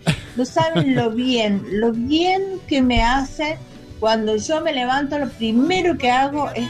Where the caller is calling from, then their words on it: Villa Mercedes, San Luis, Argentina; Soy de Villa Mercedes, San Luis.